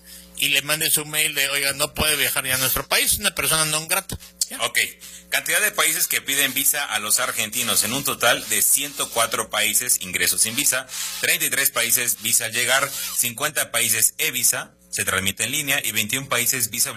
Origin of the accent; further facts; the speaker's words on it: Mexico; Nosotros como mexicanos, ¿qué envidiamos?